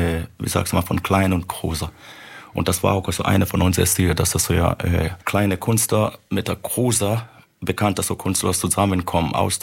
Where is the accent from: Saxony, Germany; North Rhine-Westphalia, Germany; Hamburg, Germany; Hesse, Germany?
Saxony, Germany; Chemnitz; Wir kommen aus Chemnitz, Karl-Marx-Stadt.